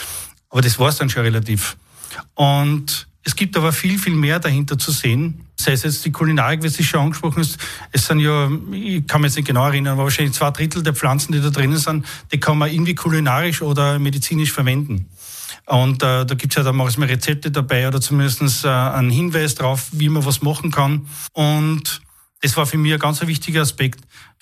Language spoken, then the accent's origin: German; St. Margarethen im Burgenland, Burgenland, Austria; Wir haben ja ganz eine tolle Flora im Burgenland. Und ich komme ja aus St. Margarethen und da gibt es sehr viel Trockenrasen und die haben mich auch sehr geprägt, auch in meiner Kindheit.